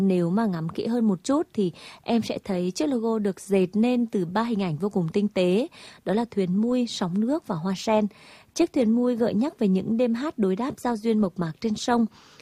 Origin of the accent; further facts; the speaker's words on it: Vietnam; con người xứ Nghệ quê mình.